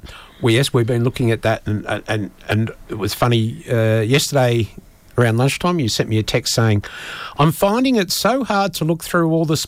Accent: Sunshine Coast, Queensland, Australia; born or raised there

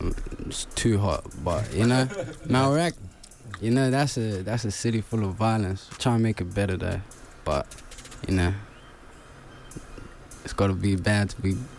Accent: Melbourne, Victoria, Australia; born there; also born or lived in New Zealand; I'm from Melbourne, Australia. Born in New Zealand. Raised here, raised there. A little bit, half.

